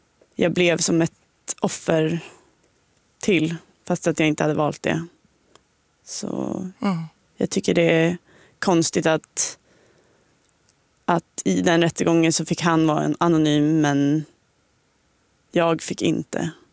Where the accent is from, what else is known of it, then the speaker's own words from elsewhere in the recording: Sollefteå, Västernorrland County, Sweden; Jag kommer liksom från Sollefteå, en liten stad där jag liksom alltid varit väldigt godtrogen mot människor och som haft dörren olåst ungefär.